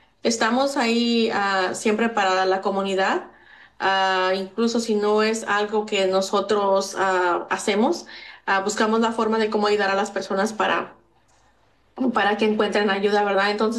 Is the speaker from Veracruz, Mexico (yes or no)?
no; Oaxaca, Mexico; moved away as an adult; also born or lived in Mexico City; now in United States; Nací en la Ciudad de México, después cuando era pequeña me moví, mi madre se movió a la Ciudad de Oaxaca y ahí crecí con raíces. Pues me siento muy, muy oaxaqueña.